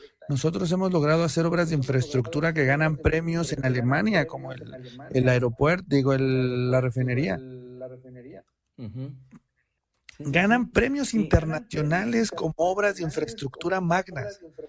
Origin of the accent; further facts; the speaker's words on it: State of Mexico, Mexico; Yo soy del Estado de México.